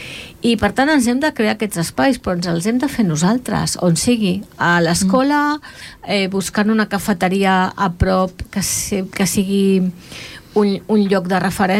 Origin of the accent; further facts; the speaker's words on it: Peru; moved away as an adult; Yo en mi país, Perú, hice educación especial. Y por un momento aquí, como que esa idea ya se me fue por unos instantes.